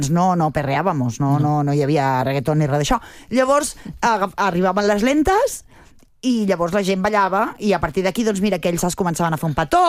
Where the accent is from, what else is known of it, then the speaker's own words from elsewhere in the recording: Barcelona, Catalonia, Spain; Jo que sóc de Barcelona. A Barcelona n'hi havia un fotimer de discoteques de divendres a la tarda.